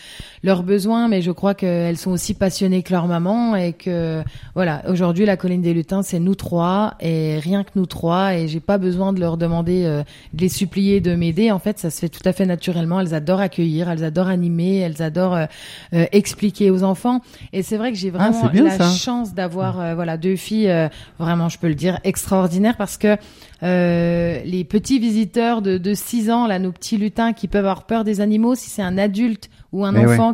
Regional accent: Grand Est, France

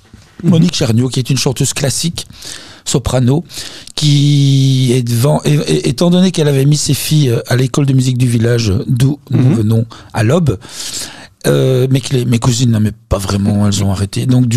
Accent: Belgium; Alors j'ai vécu mon enfance en Belgique, je suis né en Belgique

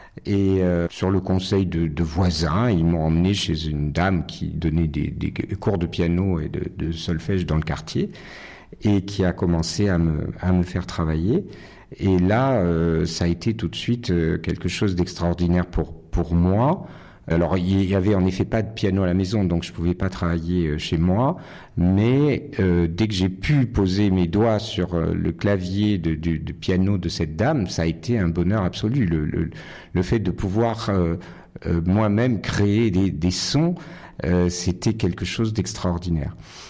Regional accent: Nice, Provence-Alpes-Côte d'Azur, France; je suis né et j'ai grandi à Nice. Mes parents étaient niçois également, d'origine italienne. Comme mon nom l'indique, mes grands-parents sont arrivés de Toscane dans les années 1920.

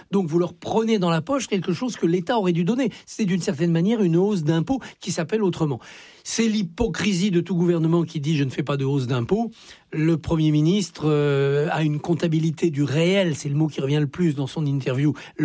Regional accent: Auvergne-Rhône-Alpes, France; trouvé très clair sur le sujet qui me tient à cœur aussi des Jeux Olympiques d'hiver 2030, puisque je suis des Hauts-de-Savoie.

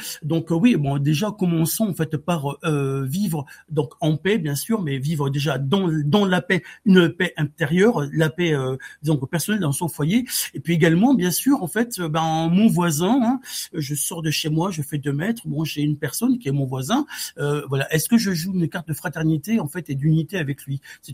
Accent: Occitanie, France; mes parents sont installés en fait dans le sud-ouest de la France, donc en Occitanie, donc dans le Gers, hein, effectivement, dès la fin des années 60

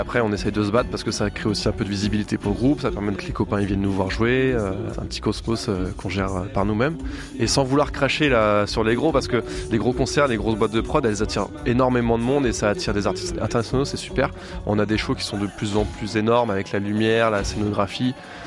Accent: Lyon, Auvergne-Rhône-Alpes, France; En tant que Lyonnais

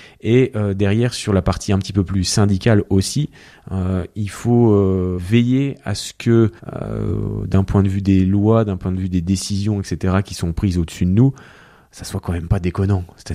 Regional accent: Grand Est, France; Alors chez nous en Moselle, c'est pas le cas.

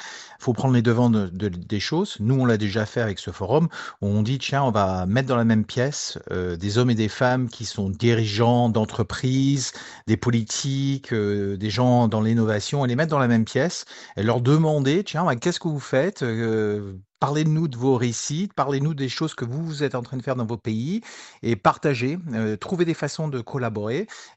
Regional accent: Brittany, France; chez nous en Bretagne

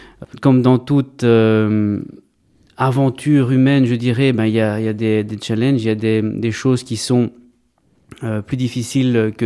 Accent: Brussels, Brussels-Capital Region, Belgium; also born or lived in Greece; Et donc, je suis né en Grèce moi-même, mais j'ai grandi ici en Belgique, à Bruxelles plus précisément.

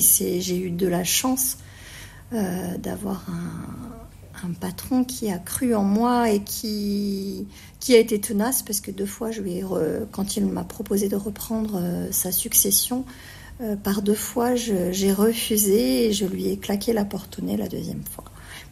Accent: Bourgogne-Franche-Comté, France; moved away as an adult; je suis originaire de Lyon. C'est pour ça que j'ai commencé mon parcours professionnel sur la région lyonnaise. Mais je suis attachée quand même à mes racines et je suis revenue dans Lyon.

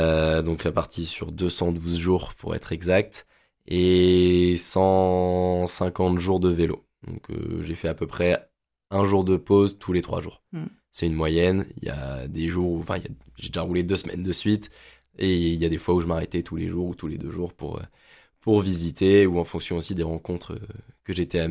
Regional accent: Marcq-en-Barœul, Hauts-de-France, France; also born or lived in Lille; je suis originaire de Marc-en-Barœul. J'ai grandi à Marc. J'ai fait mes études sur l'île. Donc, j'ai jamais énormément bougé, on va dire, dans ma vie au départ.

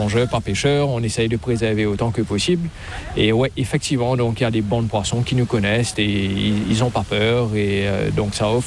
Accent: Brittany, France; On est de la Bretagne.

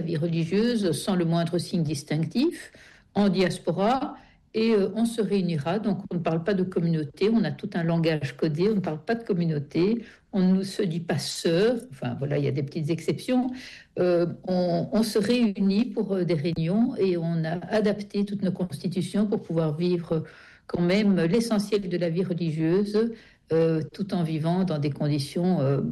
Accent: Brussels, Belgium; Je suis de Bruxelles.

